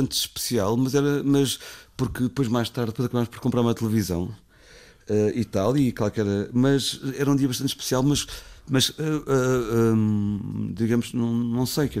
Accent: Lisbon, Portugal; Eu sou da Baixa de Lisboa, já com várias gerações da Baixa, vivia num quinto andar, umas águas furtadas, uma casa muito bonita

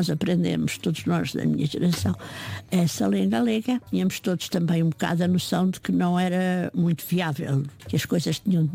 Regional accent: Guarda, Portugal; born there; e também não nasci em Coimbra, nasci em Beira Alto, na Guarda.

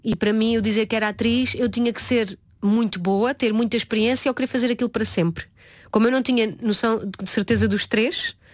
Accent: Oeste, Portugal; also born or lived in Lisbon; eu por acaso até nasci em Lisboa, foi um parto muito complicado, mas depois fui logo para a aldeia, sim, passado uns dias

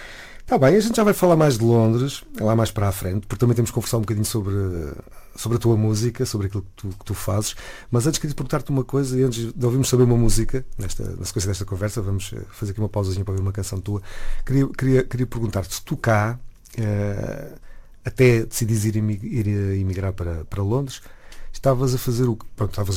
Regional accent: Lisbon, Portugal; Eu não sou, mas sou lisboeta, sou lisboeta.

